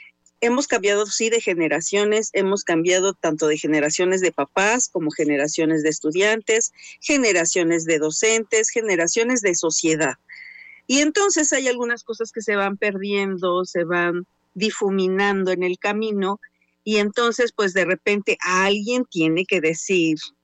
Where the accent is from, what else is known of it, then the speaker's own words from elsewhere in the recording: Mexico; Soy muy mexicana y uso mucho los diminutivos